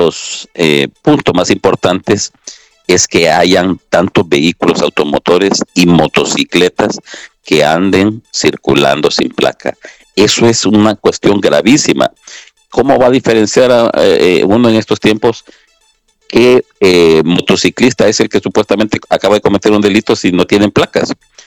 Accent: Honduras; nosotros los hondureños

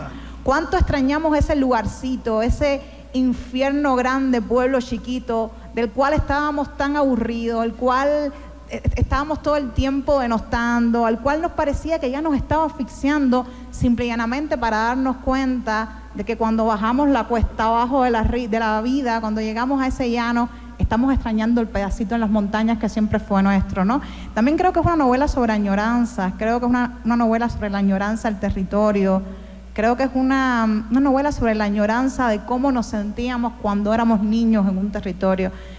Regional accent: Cuba; moved away as an adult; also born or lived in Toronto, Canada; now in Querétaro, Mexico; Y lo terminé en mi país

